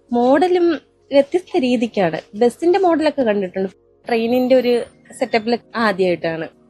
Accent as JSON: {"language": "Malayalam", "town": "Thiruvananthapuram", "region": "Kerala", "country": "India", "said": "ഞാൻ ട്രിവാൻഡ്രത്ത് നിന്നാണ് വരുന്നത്."}